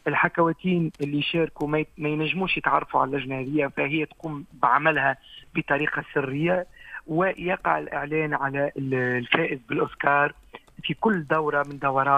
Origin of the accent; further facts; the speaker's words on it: Tunisia; بلادنا تونس